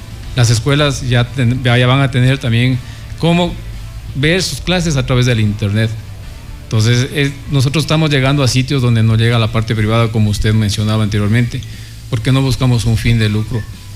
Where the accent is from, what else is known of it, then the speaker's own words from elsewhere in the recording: Ecuador; como buenos ecuatorianos que somos